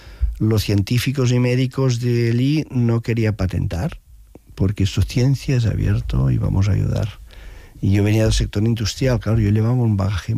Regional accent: Arenys de Mar, Catalonia, Spain; Y hubo una coincidencia muy bonita, que soy de Arenys de Mar. Estudié ingeniería en Canet de Mar.

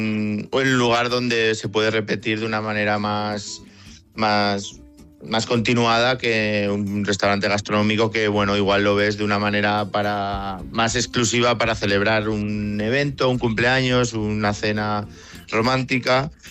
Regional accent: Aragon, Spain; principalmente por el hecho de que yo soy de aquí, del Valle, y tenía este local mirado hace mucho tiempo, ¿no?

